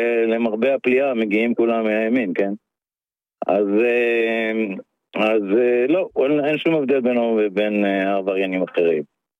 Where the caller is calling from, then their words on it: Sharon plain, Israel; אני מהשרון